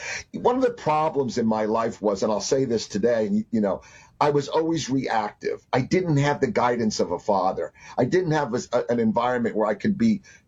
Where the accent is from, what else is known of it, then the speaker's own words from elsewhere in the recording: Florida, United States; the book is a story about a kid growing up in Florida, and it tells my backstory